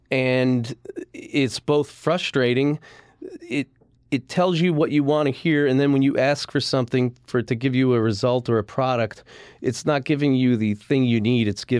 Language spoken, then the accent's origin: English; Florida, United States; we're from Florida, so never been out to this side of the country